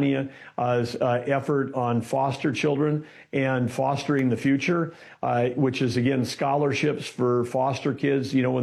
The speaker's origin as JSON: {"language": "English", "region": "North Dakota", "country": "United States", "tie": "born or raised there", "said": "growing up in North Dakota, the only thing we had there was, a quarter mile and eighth mile dirt track racing with the hobby stocks."}